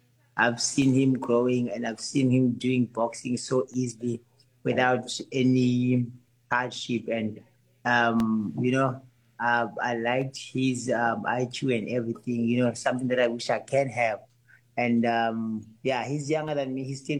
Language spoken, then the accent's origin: English; South Africa; I'm South African. I'm a South African.